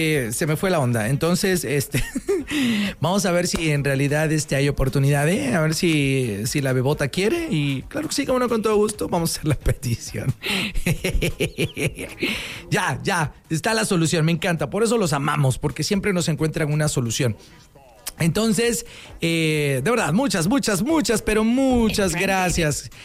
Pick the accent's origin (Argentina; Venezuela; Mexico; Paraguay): Mexico; Nosotros nacimos con una bendición y nacimos con una estrella porque nacimos en México.